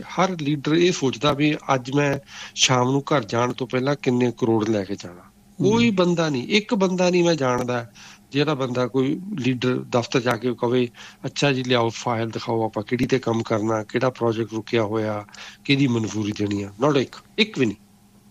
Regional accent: Jalandhar, Punjab, India; ਅਤੇ ਮੇਰਾ ਪਿੰਡ ਜਲੰਧਰ ਦੇ ਲੱਗਿਆ ਸੀ, ਉੱਥੇ ਜਲੰਧਰ ਵਗੈਰਾ ਦੇ ਲਵਾ ਰਹੇ

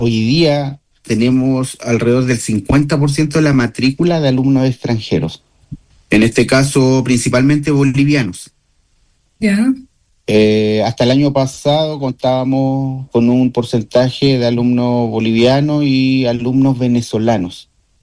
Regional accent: Talca, Maule, Chile; moved away as an adult; also born or lived in María Elena; now in Quillagua, Chile; De Talca y yo llegué el año 2013 a la comuna de María Elena a trabajar. Y ahí ejercí hasta el año 2023.

